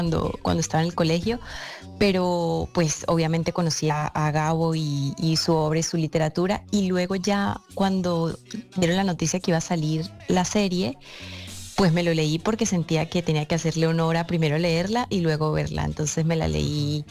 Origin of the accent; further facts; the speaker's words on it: San Cristóbal, Táchira, Venezuela; accent: Colombian; Claro, es que yo soy de San Cristóbal, que es frontera con Colombia, con Cúcuta.